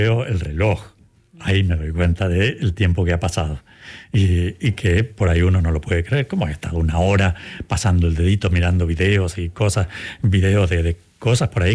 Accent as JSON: {"language": "Spanish", "town": "Santa Rosa", "region": "La Pampa", "country": "Argentina", "tie": "born or raised there", "said": "Así es, en mi ciudad de origen, Santa Rosa, en Argentina, hay de estas máquinas de tragamonedas"}